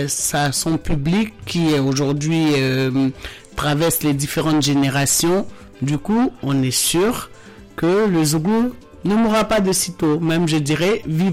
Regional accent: Côte d’Ivoire; Chez nous en Côte d'Ivoire, d'où je suis originaire, oui.

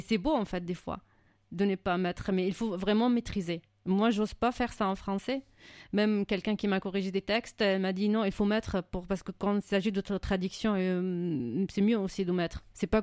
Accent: Syria; French is a second language; moved away as an adult; now in France; Ça fait 16 ans que je suis en France, je pense. Je pouvais retourner, j'ai pu retourner quand même 4 fois en Syrie.

